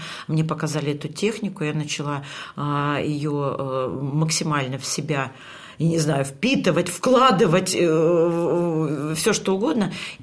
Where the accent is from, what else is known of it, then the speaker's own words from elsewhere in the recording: Siberia, Russia; тем более я с Сибири.